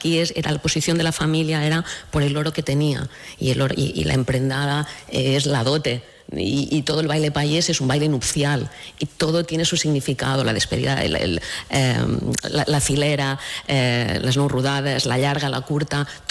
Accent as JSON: {"language": "Spanish", "town": "Ibiza", "region": "Balearic Islands", "country": "Spain", "said": "Obviamente soy subjetiva, soy ibicenca y soy alcaldesa, aquí, claro."}